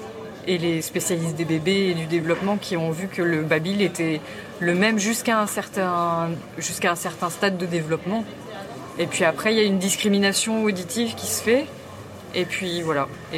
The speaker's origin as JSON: {"language": "French", "country": "France", "moved": "yes", "lives_now": "Belgium", "said": "Moi, je suis française"}